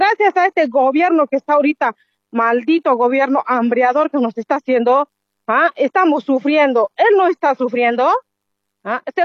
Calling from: Cochabamba, Bolivia; de aquí del trópico.

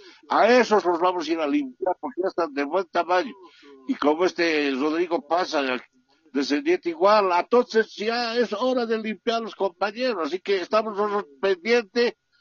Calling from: La Paz, Bolivia

